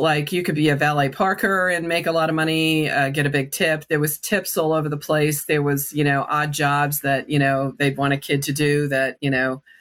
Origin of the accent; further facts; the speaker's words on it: New Jersey, United States; because he was from South Jersey and I was from North Jersey.